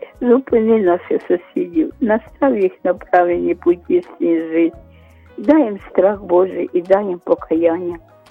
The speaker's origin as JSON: {"language": "Ukrainian", "region": "Kyiv", "country": "Ukraine", "said": "я з Оболоні, з Києва."}